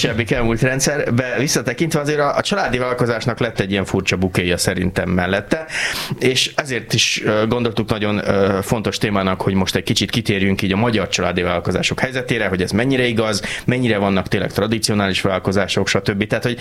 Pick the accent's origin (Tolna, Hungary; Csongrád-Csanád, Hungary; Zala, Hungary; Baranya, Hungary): Zala, Hungary; Zalaegerszeg; én zalaegerszegi származású vagyok